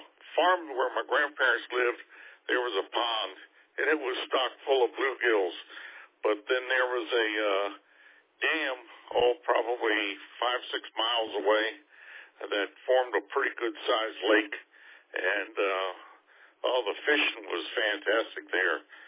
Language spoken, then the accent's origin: English; Maryland, United States; moved away; when I grew up back in Maryland